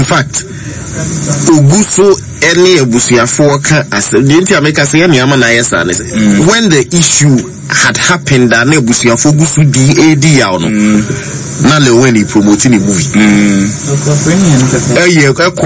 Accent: Ghana; I blame as Ghanaian

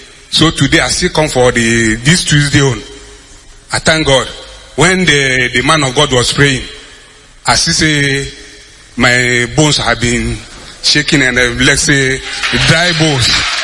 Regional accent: Ghana; also born or lived in Nigeria; I'm a Ghanaian, but I live in Nigeria 40-something years.

